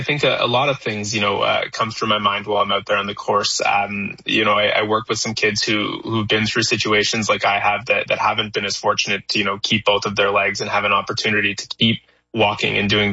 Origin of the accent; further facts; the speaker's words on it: Kanata, Ontario, Canada; I'm born and raised in Kanata.